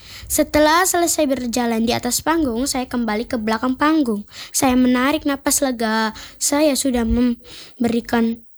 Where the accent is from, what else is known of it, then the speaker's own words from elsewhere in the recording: East Nusa Tenggara, Indonesia; born there; melalui fashion show ini saya belajar untuk mencintai dan membanggakan budaya tanah kelahiran saya, Nusa Tenggara Timur.